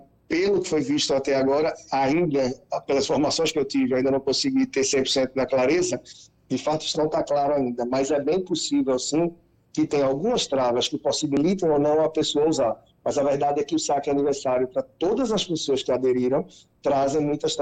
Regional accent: Brazil; nós, como brasileiros

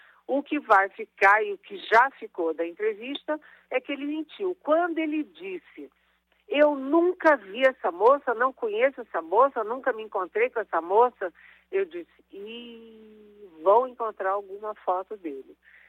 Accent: Rio de Janeiro, Brazil; Eu que sou carioca, falo de cabeça para baixo.

